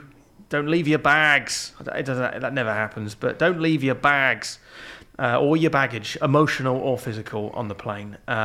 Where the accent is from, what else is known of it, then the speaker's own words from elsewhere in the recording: Reading, South East England, United Kingdom; also born or lived in London; now in Stoke-on-Trent, United Kingdom; I'm from a little place called Reading, which people always say is up and coming, which doesn't say anything about what it is now. It just means that it has been worse, basically. Reading's actually fine. It's kind of nice.